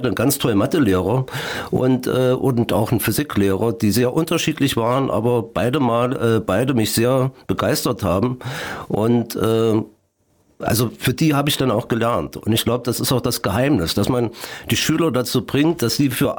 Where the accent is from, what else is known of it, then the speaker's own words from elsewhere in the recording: Germany; Du darfst natürlich auch nicht vergessen, dass ich eigentlich, dass ich wo groß geworden bin in der DDR.